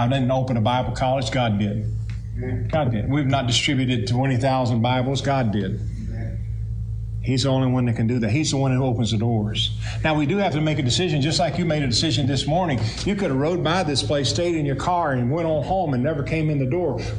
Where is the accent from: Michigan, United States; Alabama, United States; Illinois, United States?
Alabama, United States; Eufaula; I grew up in Alabama. Don't start knocking Alabama, that's home to me. But I grew up in Alabama. Calvary Baptist Church, Eufaula, Alabama.